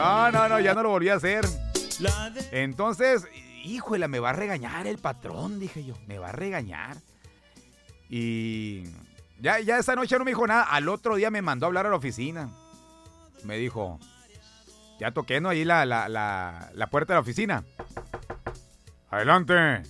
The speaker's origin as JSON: {"language": "Spanish", "region": "Sonora", "country": "Mexico", "said": "Y soy el sonorense"}